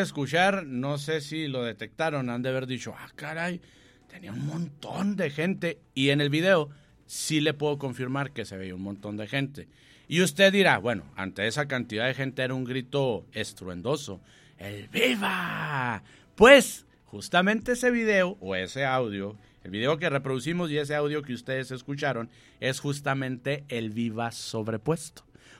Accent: Mexico; nosotros como mexicanos

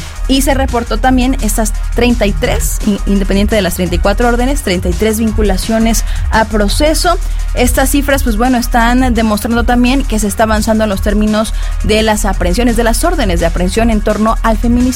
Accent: Mexico

